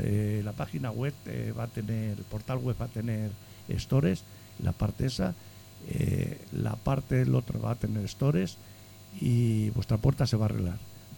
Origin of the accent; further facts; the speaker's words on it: Miguelturra, Castilla-La Mancha, Spain; me despido de vosotros y de los Miguel Turreños, vecinos de mi pueblo